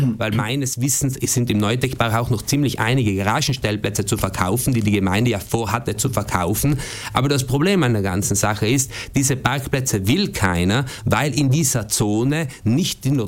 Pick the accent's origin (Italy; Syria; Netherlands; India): Italy; Bruneck, Trentino-Alto Adige; Wir sind ja alle drei aus Brunneck. Brunneck, ich bin jetzt aus Dietenheim, aber wie gesagt, wir sind ja alle aus der Stadtgemeinde Brunneck.